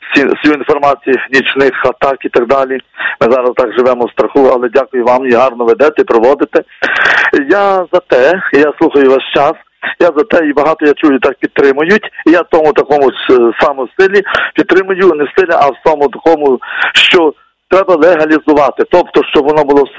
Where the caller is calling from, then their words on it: Rivne, Rivne Oblast, Ukraine; я з Рівного.